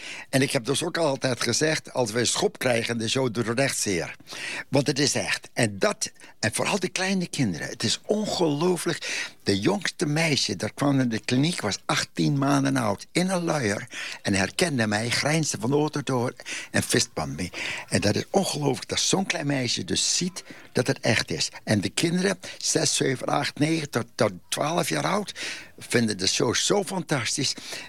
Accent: Netherlands; moved away as an adult; now in United States; Ja, ik ben geboren getogen in Nederland.

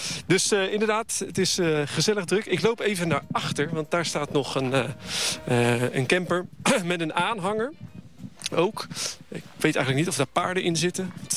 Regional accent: Haastrecht, South Holland, Netherlands; Ja, ik kom hier vandaan uit Haastrecht.

